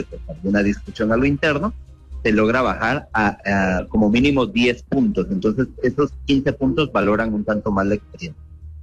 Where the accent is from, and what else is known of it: Guatemala